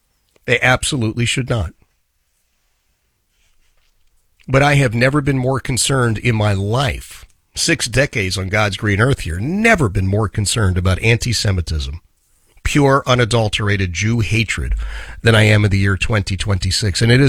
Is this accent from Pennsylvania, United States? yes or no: yes; Philadelphia, Pennsylvania, United States; because he's from Philadelphia, my hometown.